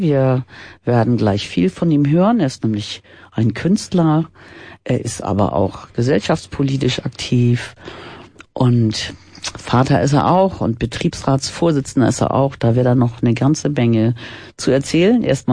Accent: Hamburg, Germany; Nee, ich komme nie aus Harburg, ich komme aus Altona.

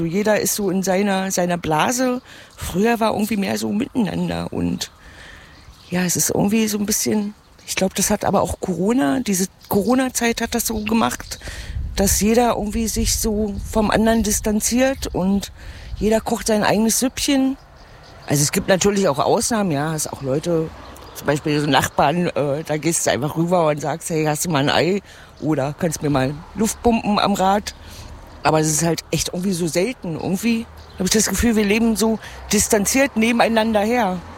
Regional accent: Mieste, Saxony-Anhalt, Germany; born there; moved away as an adult; Also ich bin gebürtige Miesterin, war aber viele Jahre in Deutschland unterwegs, bin jetzt seit 4 Jahren wieder zurück.

